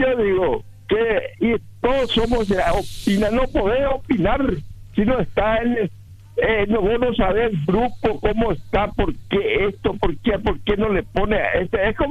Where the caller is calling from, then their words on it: Alberti, Buenos Aires Province, Argentina; Oyente de Alberti.